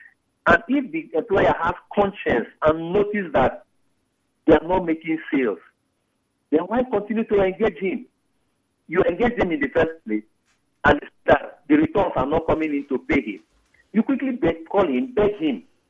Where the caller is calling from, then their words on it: Nigeria; I'm from Eletaya.